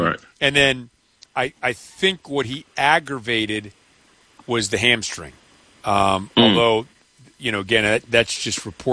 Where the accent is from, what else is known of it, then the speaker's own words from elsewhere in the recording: New York, United States; I grew up in New York and hated the Yankees.